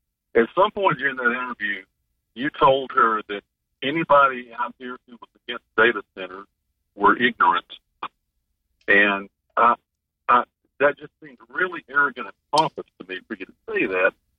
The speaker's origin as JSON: {"language": "English", "town": "Atlanta", "region": "Georgia", "country": "United States", "said": "out here about 3 years ago, so I don't know a lot about local politics like you do and everything. I came from Atlanta"}